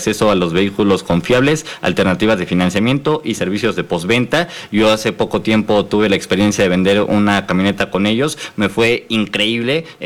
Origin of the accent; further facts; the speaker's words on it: Mexico; nos representa como mexicanos en el mundo